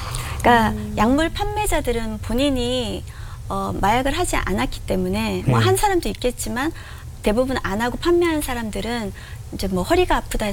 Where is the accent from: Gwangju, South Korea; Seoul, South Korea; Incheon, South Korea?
Seoul, South Korea; moved away; also born or lived in Japan; 부산이 아니에요. 저는 서울이고.